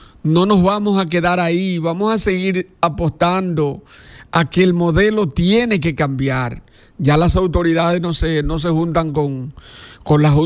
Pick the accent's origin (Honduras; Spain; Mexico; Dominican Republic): Dominican Republic; como dominicanos, como bauruquenses